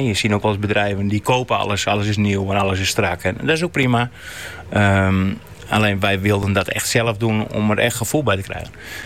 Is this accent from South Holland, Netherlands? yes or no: no; Sneek, Friesland, Netherlands; also born or lived in IJsbrechtum; Kijk, ik kom uit Sneek. En ik ben geboren in Iesbrechtum en op mijn 7e naar Sneek verhuisd. Maar Iesbrechtum, dat is eigenlijk Sneek.